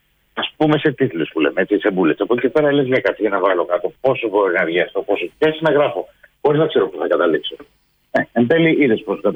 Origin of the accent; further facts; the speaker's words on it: Argos, Peloponnese, Greece; moved away; η Καρδιά Αργολίδος και από εκεί κατάγομαι. Εγώ μεγάλωσα στο Άργος